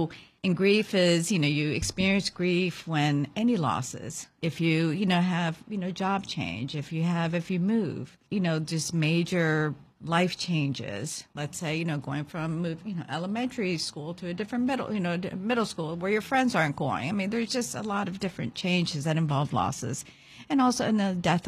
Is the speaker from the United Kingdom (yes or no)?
no; Honduras; moved away; I grew up in Honduras.